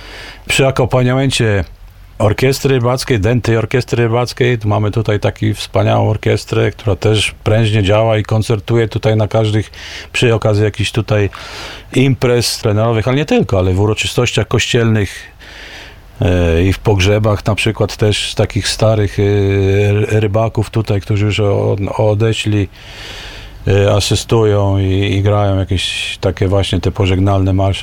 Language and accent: Polish; Jastarnia, Pomeranian Voivodeship, Poland; ja jestem tutaj Jastarnik, rodowity. Dla mnie to jest duma po prostu, że ja tutaj się urodziłem, że tu mieszkałem, że moi przodkowie tutaj się urodzili i się dorabiali.